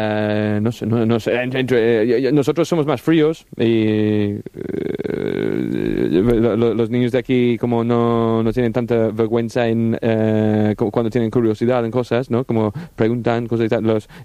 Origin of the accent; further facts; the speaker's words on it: South West England, United Kingdom; No, Estados Unidos, no, coño, yo soy de Reino Unido.